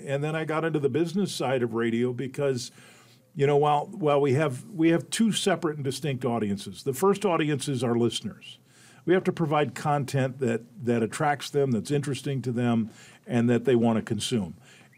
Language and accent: English; Detroit, Michigan, United States; I grew up in Detroit